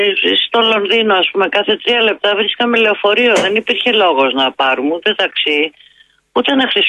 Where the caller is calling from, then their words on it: Vyronas, Attica, Greece; Θέλαμε να πάρουμε ένα ταξί να γυρίσουμε σπίτι μας στο Βύρονα.